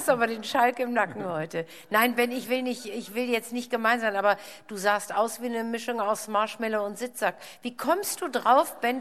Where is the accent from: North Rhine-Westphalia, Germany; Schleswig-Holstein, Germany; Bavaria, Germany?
North Rhine-Westphalia, Germany; Cologne; Das hätte ich jetzt als Kölnerin überhaupt nicht zu hoffen gewagt.